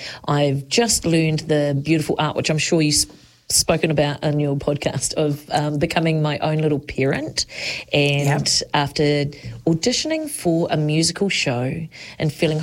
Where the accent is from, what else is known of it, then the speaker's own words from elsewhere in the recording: Palmerston North, Manawatū-Whanganui, New Zealand; My blurb is that I am a Palmerston North local. I born and bred in Papaioia.